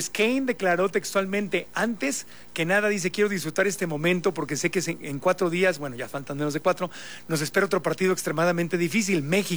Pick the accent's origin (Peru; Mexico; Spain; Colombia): Mexico; eso nos avergüenza como mexicanos.